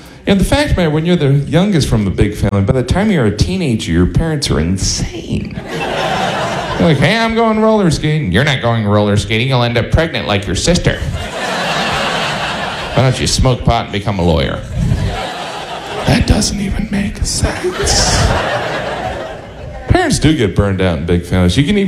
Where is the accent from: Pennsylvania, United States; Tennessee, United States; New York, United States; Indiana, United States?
Indiana, United States; I am from Indiana, and I know what most of you are thinking. Indiana Mafia. But where I grew up, there was something very similar to the Mafia, 4-H.